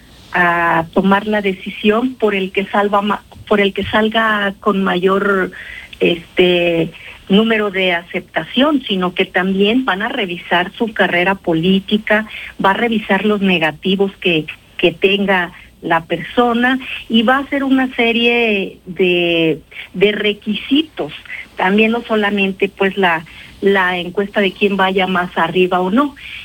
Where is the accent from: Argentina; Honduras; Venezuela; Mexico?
Mexico; todos como mexicanas y mexicanos